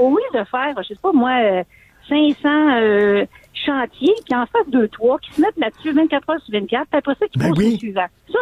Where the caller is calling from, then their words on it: Saint-Eustache, Quebec, Canada; Je ne suis pas à Montréal, je suis à Saint-Eustache.